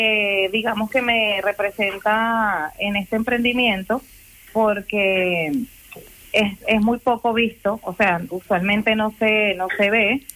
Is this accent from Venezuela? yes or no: yes; Venezuela; now in Asturias, Spain; a pesar de que mi carta es muy al estilo de acá de Asturias, por el tema de ser yo venezolana